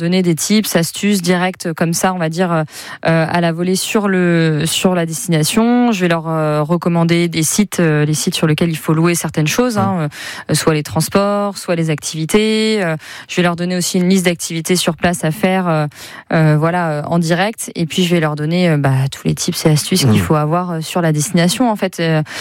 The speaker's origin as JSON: {"language": "French", "region": "Brittany", "country": "France", "moved": "yes", "lives_now": "Mayenne, France", "said": "mais je suis bretonne d'origine."}